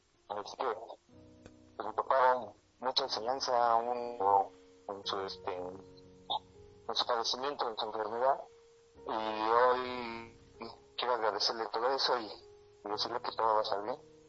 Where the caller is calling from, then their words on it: Tula de Allende, Hidalgo, Mexico; yo soy del estado de Hidalgo, de acá por Tula, Hidalgo. Y por acá está tranquilo